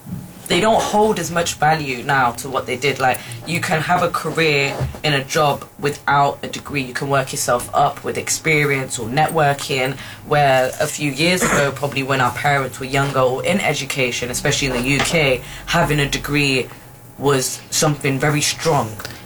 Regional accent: India; I'm Indian too, so I could do the accent.

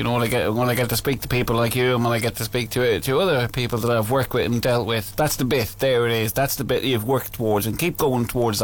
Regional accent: Ireland; Being Irish

